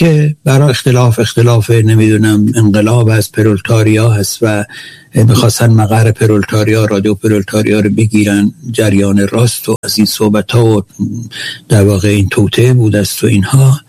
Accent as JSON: {"language": "Persian", "country": "Iran", "tie": "born there", "said": "زادگاهم دامنه کوهی از رشته کوههای زاگرس، کوه سرخ."}